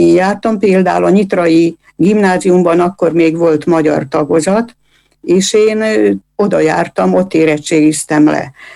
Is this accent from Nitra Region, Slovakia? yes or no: yes; Štitáre, Nitra Region, Slovakia; born or raised there; first language Hungarian; moved away; also born or lived in Bratislava